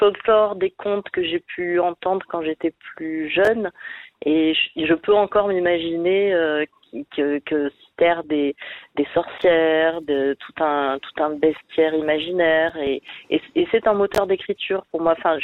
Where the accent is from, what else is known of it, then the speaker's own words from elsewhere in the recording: Provence-Alpes-Côte d'Azur, France; J'ai grandi dans les Hautes-Alpes et dans un rapport très très concret, très direct et très libre avec les éléments